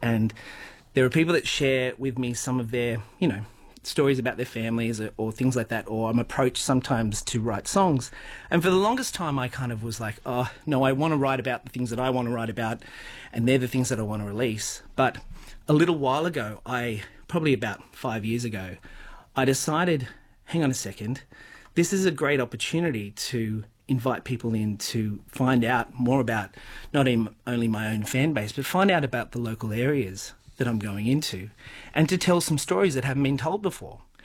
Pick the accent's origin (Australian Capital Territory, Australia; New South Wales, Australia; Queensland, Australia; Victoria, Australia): New South Wales, Australia; Gunnedah; Traveling around, when I grew up in Gunnedah, I used to go around with my dad.